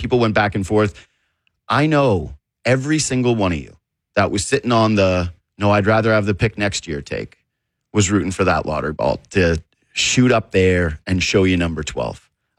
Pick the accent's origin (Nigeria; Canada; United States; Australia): Canada; Whitehorse, Yukon; moved away; I'm from Whitehorse, Yukon